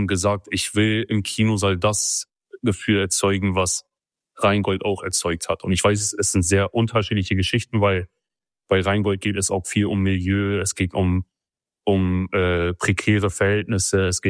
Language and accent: German; Turkey